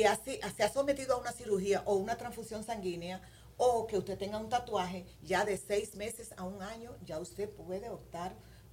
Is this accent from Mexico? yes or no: no; Dominican Republic; Nosotros no crecemos con esa cultura como dominicano